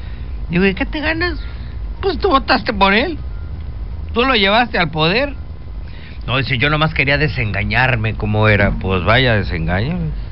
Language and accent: Spanish; northern Mexico, Mexico; soy norteño.